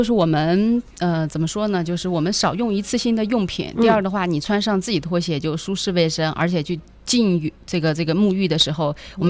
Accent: Northwest China, China; 本身我们西北这边的话，我们的菜也比较重。

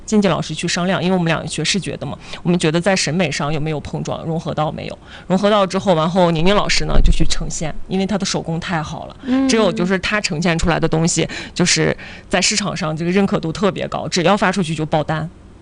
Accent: Inner Mongolia, China; 还是根源于我们三个人都是内蒙土生土长的这个本地人

